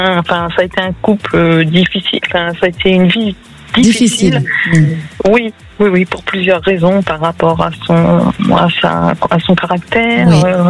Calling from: Nouvelle-Aquitaine, France; D'Aquitaine.

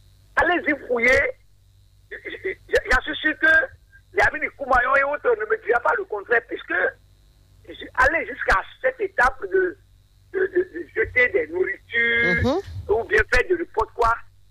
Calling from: Sèmè-Kpodji, Ouémé, Benin; De la municipalité de Semekodi, village Djefa.

